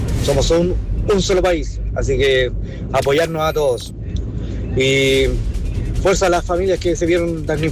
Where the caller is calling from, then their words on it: Chile; como chilenos